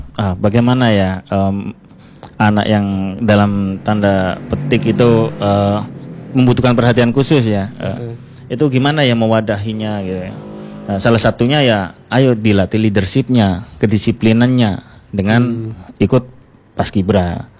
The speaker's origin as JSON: {"language": "Indonesian", "town": "Surabaya", "region": "East Java", "country": "Indonesia", "tie": "born there", "moved": "as an adult", "lives_now": "Sampang, Indonesia", "said": "saya kan bukan asli Sampang nih. Asli Surabaya saya."}